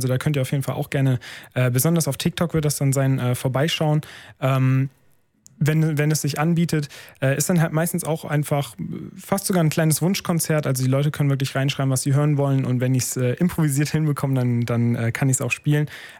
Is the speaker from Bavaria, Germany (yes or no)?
no; Wuppertal, North Rhine-Westphalia, Germany; also born or lived in Remscheid / Hamburg; ich bin ja gebürtiger Wuppertaler, auch als … in Wuppertal aufgewachsen, dann als ich aufs Gymnasium gegangen bin nach Remscheid.